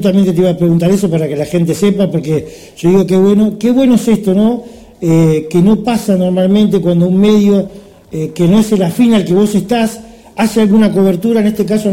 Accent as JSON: {"language": "Spanish", "country": "Argentina", "said": "somos muy cabuleros argentinos"}